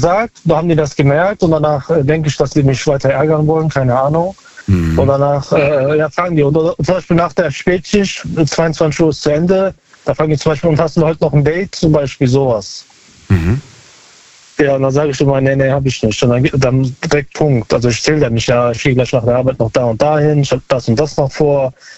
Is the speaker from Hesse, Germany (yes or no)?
no; Berlin, Germany; Aus Neukölln.